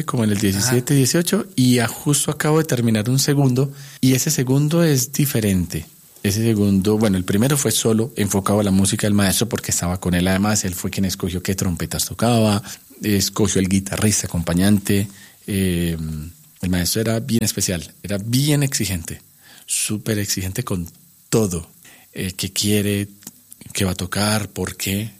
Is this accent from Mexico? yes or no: no; Salamina, Caldas, Colombia; born there; el departamento donde yo nací, el departamento de Caldas. Yo nací en el municipio de Salamina.